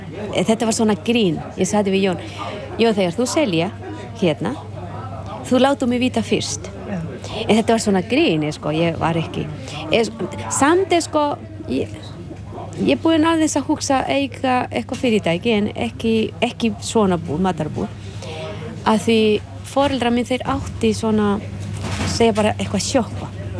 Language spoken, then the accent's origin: Icelandic; Honduras; Icelandic is a second language; now in Grenivík, Iceland; og ég kem frá Honduras og ég eigandi Jónsabúð.